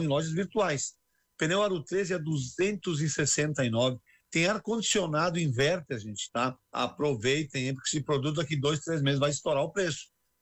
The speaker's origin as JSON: {"language": "Portuguese", "country": "Brazil"}